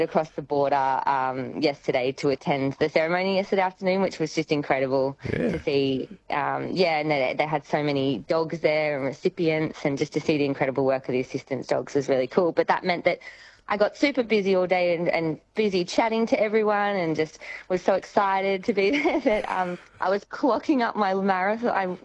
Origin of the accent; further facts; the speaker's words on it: Sydney, New South Wales, Australia; I'm from Sydney